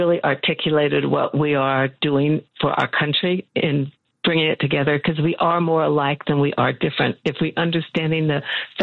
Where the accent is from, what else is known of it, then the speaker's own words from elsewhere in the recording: Indiana, United States; Growing up in Indiana and being a sports fanatic and being patriotic, this is like my year. And I'm turning 76 this year